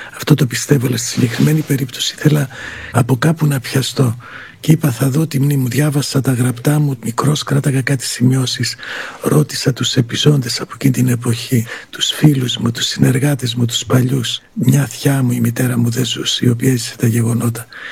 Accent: Katerini, Central Macedonia, Greece; Δηλαδή έζησα έναν άγριο μεταεμφύλιο στο χωριό μου. Με τη βία όλα αυτά τα έχω γνωρίσει. Δηλαδή σε εμάς η ειρήνη ήρθε πολύ αργότερα, στην Κατερίνη, στην Πιερία.

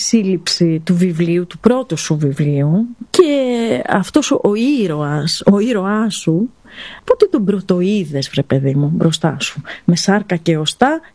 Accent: Piraeus, Attica, Greece; γιατί και εγώ μεγάλωσα στον Πειραιά.

